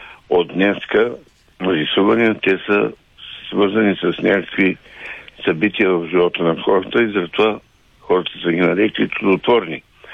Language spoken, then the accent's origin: Bulgarian; Teteven, Lovech Province, Bulgaria; съм от Тетевен.